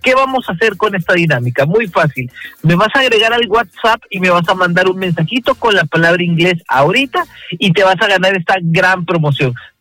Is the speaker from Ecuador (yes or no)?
no; El Salvador; todo lo que nos interesa a nosotros como salvadoreños